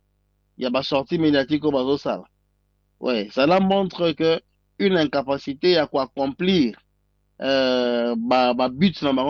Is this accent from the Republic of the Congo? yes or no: yes; Republic of the Congo; Donc c'est aussi pour l'ambisso en tant que Congolais, nous devons aussi avoir une sommité intellectuelle qui sera à mesure de faire face.